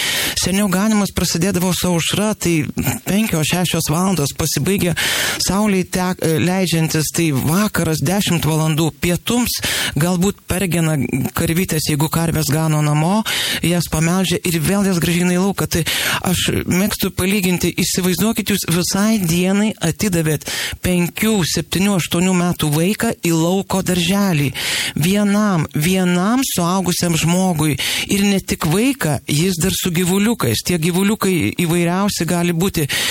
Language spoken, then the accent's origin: Lithuanian; Aukštaitija, Lithuania; mes esame aukštaičiai